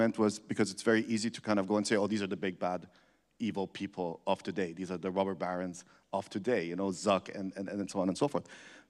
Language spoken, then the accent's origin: English; Berlin, Germany; And I'm from Berlin, so it's some weird, you know, poly open relationship